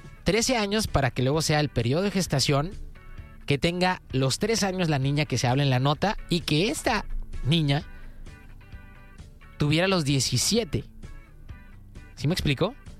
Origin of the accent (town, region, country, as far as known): Mexico